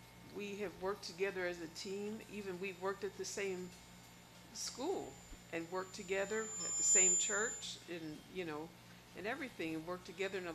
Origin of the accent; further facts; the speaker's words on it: East Coast, United States; moved away as an adult; where I grew up on the East Coast